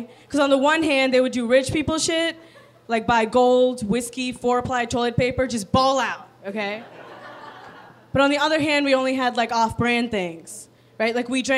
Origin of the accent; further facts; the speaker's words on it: Virginia, United States; I'm originally from Virginia. I went to a school there called William & Mary.